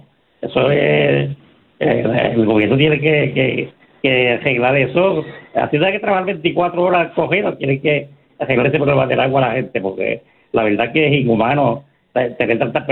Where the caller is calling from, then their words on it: Caguas, Puerto Rico; está a 75 grados hoy la temperatura aquí en Cagua.